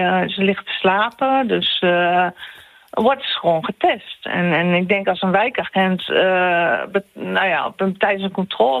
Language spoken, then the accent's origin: Dutch; Enschede, Overijssel, Netherlands; moved away as an adult; Ik ben geboren en getogen in Enschede. Ik ben daar op mijn 19e weggegaan. Ik ben via heel veel plaatsen in Nederland ben ik 4 jaar geleden teruggekomen.